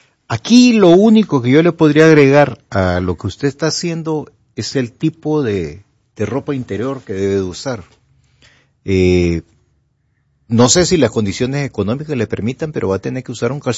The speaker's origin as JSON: {"language": "Spanish", "country": "Honduras", "said": "yo no me fui de aquí, me dieron oportunidad de irme, pero yo no me quise ir por el amor a mi familia. ¿Y por qué me siento bien estar en mi país?"}